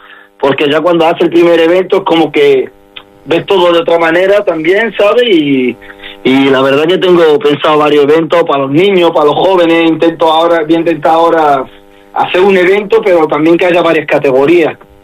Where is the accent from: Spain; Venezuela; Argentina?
Spain; Melilla; accent: Melilla; yo creo que nuestro acento melillense a la hora de hablar, no sé, me resulta mucho más gracioso que los demás, no porque sea de Melilla, sino porque es una mezcla, ¿sabes?